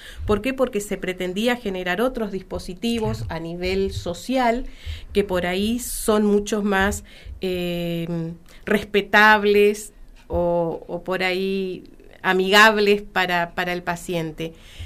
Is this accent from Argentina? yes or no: yes; Misiones, Argentina; Qué lindo decir soy de Misiones cuando uno va y asiste a los congresos